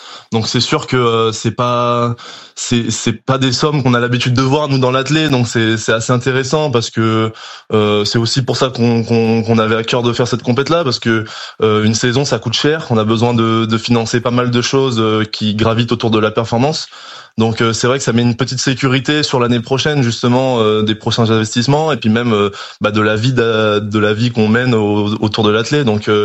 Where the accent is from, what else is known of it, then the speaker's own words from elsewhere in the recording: Martinique, France; J'ai décidé de rentrer chez moi en Martinique, me reposer un peu, me ressourcer, un peu en off, quoi.